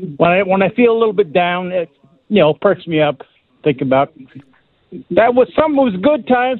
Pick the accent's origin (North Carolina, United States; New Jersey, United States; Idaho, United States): New Jersey, United States; born there; now in Killeen, Texas, United States; I was born in New Jersey